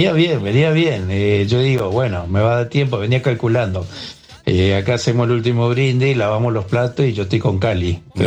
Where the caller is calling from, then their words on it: Tacoposo, Chaco, Argentina; En Tacoposo. Estoy en Tacoposo, provincia del Chaco.